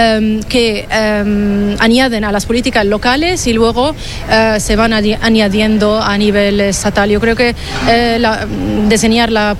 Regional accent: Syria; de nuestros países, yo soy de Siria, personas LGTBI ya no son protegidos

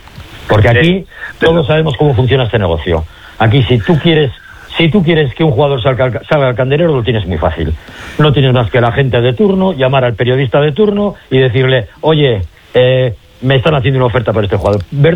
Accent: Sestao, Basque Country, Spain; now in Portugalete, Spain; Yo soy de ese estado, vivo en Portugalete

